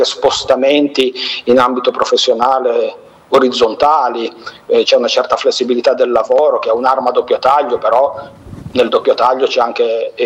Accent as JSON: {"language": "Italian", "town": "Savignone", "region": "Liguria", "country": "Italy", "tie": "born or raised there", "also_born_or_lived": "Genoa", "moved": "as an adult", "said": "dei posti dove sono cresciuto, quindi la Valle Scrivia, Savignone, il mio paese, ma anche la stessa città di Genova."}